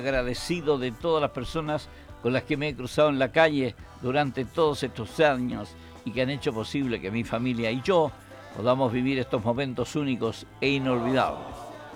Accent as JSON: {"language": "Spanish", "country": "Chile", "tie": "born there"}